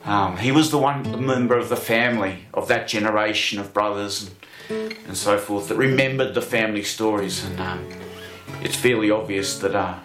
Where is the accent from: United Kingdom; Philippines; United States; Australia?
Australia; Not me, mate. I'm Australian made